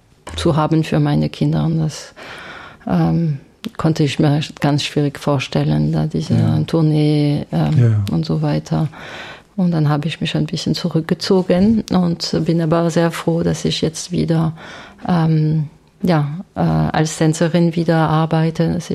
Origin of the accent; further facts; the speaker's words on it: Paris, Île-de-France, France; German is a second language; moved away as an adult; also born or lived in Tarbes / Lyon / Munich / Stuttgart; now in Germany; Also ich bin in Paris aufgewachsen oder bei Paris in La Défense.